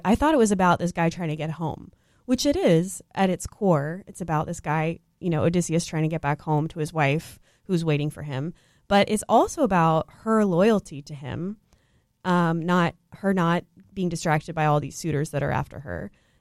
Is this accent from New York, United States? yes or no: no; Austin, Texas, United States; also born or lived in San Antonio, Texas; Oh, I am from Texas. Mm-hmm. I grew up in Austin, and I mentioned before I was born in San Antonio